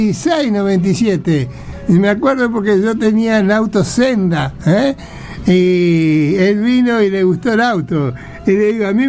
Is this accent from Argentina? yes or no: yes; Buenos Aires, Argentina; born there; No nací en Santiago. Yo, lástima, nací en Capital Federal. Me hubiera gustado nacer en Santiago.